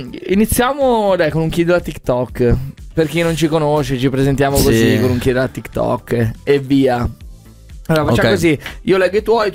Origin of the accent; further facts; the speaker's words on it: Genoa, Liguria, Italy; now in Milan, Italy; Io sono di Genova, migrato a Milano